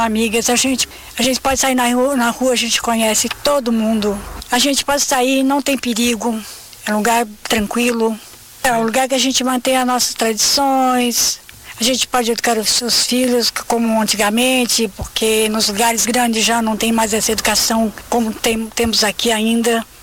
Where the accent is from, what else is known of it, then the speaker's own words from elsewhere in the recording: Orleans, Santa Catarina, Brazil; born there; Falar de Orleans, Orleans é uma terra, é um lugar onde eu nasci, terra onde eu nasci, é um lugar calmo, bom de se morar, onde a gente conhece todas as pessoas que são amigas, a gente pode sair na rua, a gente conhece todo mundo, a gente pode sair, não tem perigo